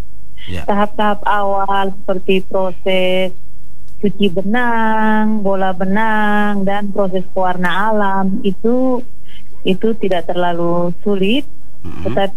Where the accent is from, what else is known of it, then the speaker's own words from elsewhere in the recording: Belu, East Nusa Tenggara, Indonesia; Kalau kami orang Belu, khususnya orang Kemak itu bilang ties.